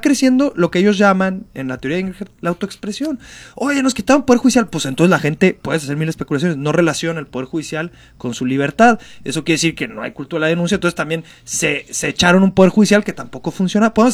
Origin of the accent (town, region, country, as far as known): Mexico